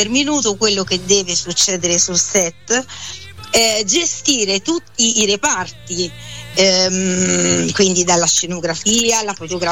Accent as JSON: {"language": "Italian", "town": "Prato", "region": "Tuscany", "country": "Italy", "tie": "born or raised there", "said": "Poi mi sono toscana e mi sono poi finita, diciamo, ho iniziato a formarmi, diciamo, per la recitazione cinematografica, perché chiaramente sono partita da quella teatrale nella mia città a Prato, da quando avevo tipo 6 anni."}